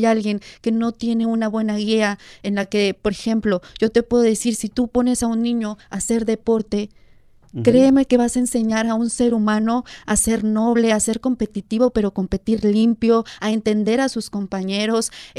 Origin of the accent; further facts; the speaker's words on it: La Paz, Baja California Sur, Mexico; yo me acuerdo cuando era chiquita, yo vivía en La Paz, Baja California Sur, casi toda mi niñez